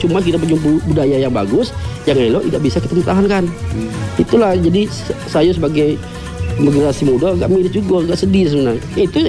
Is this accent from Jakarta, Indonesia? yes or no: no; Bengkulu, Indonesia; kita orang Bengkulu